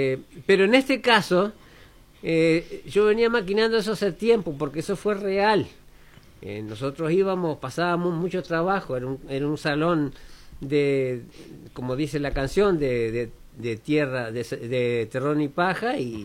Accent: Batoví, Tacuarembó, Uruguay; born there; yo nací en Batoví, fui de los mis hermanos, fui el único que nací en Batoví. Eran ranchos también de terrón y paja.

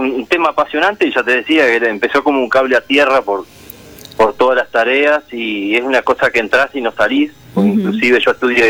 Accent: Isla Patrulla, Treinta y Tres, Uruguay; moved away as an adult; now in Tacuarembó, Uruguay; Soy de los Moreiras de Isla Patrulla.

